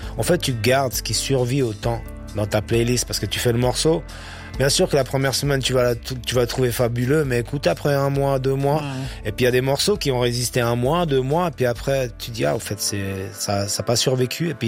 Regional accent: Paris, Île-de-France, France; c'était vraiment moi, je suis parisien et lui il est marseillais déjà

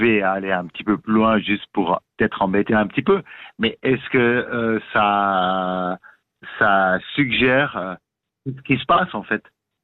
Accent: Switzerland; chez nous en Suisse.

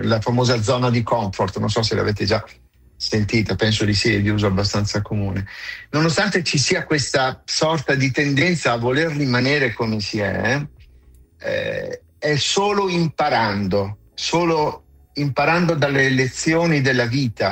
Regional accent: Lombardy, Italy; Oltretutto io ho origini bergamasche, dalle nostre parti si dice anche allo stesso modo molla mia.

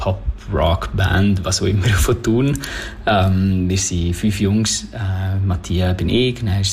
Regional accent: Rome, Lazio, Italy; Mit ihm zusammen geben wir den Namen von den … Wir sind in Rom aufgewachsen

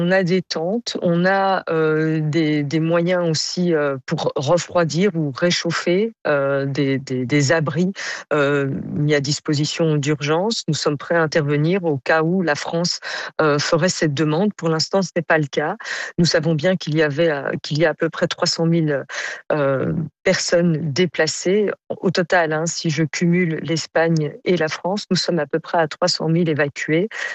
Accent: Belgium; Et vous le savez sans doute, je suis belge.

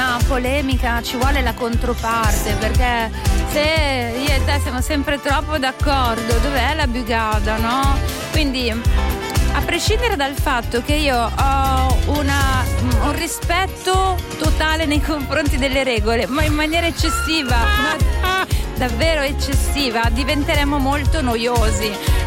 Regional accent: Lugano, Ticino, Switzerland; io sono di Lugano, uso i miei bei sacchetti rossi

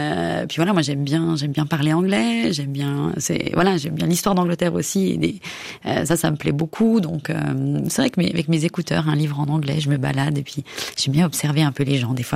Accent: Épalinges, Vaud, Switzerland; also born or lived in Lausanne; J'ai grandi à Épalinges. Je suis née à Lausanne.

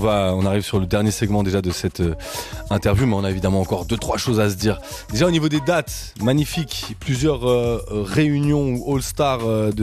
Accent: Geneva, Switzerland; nous aussi, tous on vient de Genève aussi, Vince Lee aussi.

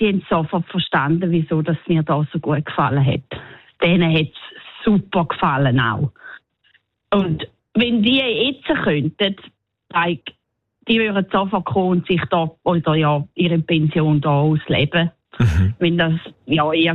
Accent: Switzerland; now in New Zealand; Als Schweizer ist man manchmal ein bisschen... ja, ein bisschen ungewöhnlich.

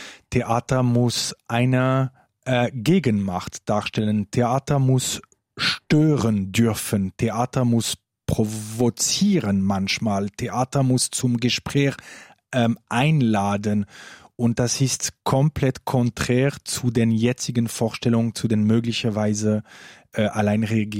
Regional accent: Romandy, Switzerland; first language French; German is a second language

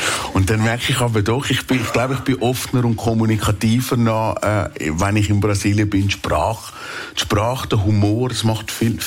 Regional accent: Männedorf, Zurich, Switzerland; Und das ist so nah an meiner Heimat, das ist das Rapperswil. Ich bin Männendörfli, ich bin Seebub.

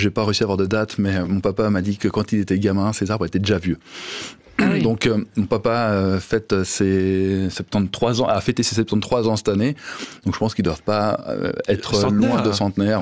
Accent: Denain, Hauts-de-France, France; moi je suis né à Denan, c'est là que j'ai fait ma vie.

